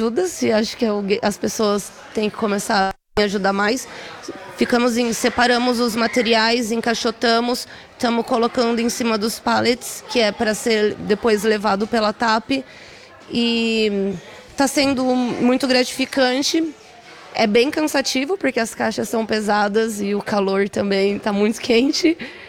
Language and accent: Portuguese; Brazil; now in Portugal; A gente nunca sabe se vai acontecer com a gente no nosso país, no Brasil ou aqui em Portugal.